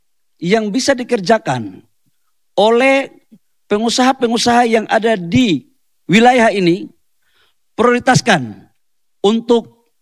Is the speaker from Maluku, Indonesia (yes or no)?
yes; Maluku, Indonesia; born there; moved away; saya adalah bagian daripada warga negara Maluku karena saya lahir di Provinsi Maluku ini.